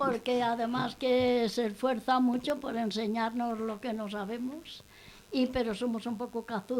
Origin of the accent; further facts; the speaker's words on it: Castile and León, Spain; Yo soy de León, de un pueblo de León, allá allí donde Cristo perdió el mechero.